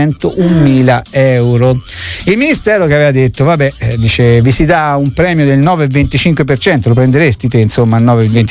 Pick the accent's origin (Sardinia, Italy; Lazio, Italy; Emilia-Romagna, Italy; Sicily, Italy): Lazio, Italy; Rome; io non so come si passa a sapere che sono romano